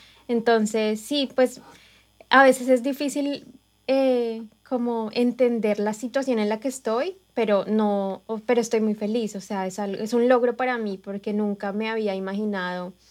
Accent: Colombia; now in United States; Yo soy colombiana.

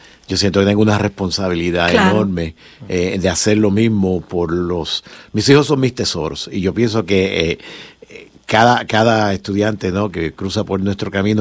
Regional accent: Puerto Rico; moved away; yo soy de Puerto Rico, un pequeño pueblo en las montañas que se llama Morovis, Puerto Rico.

